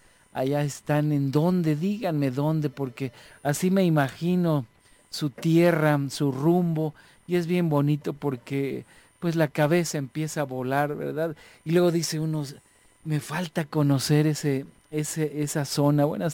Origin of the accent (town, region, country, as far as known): Mexico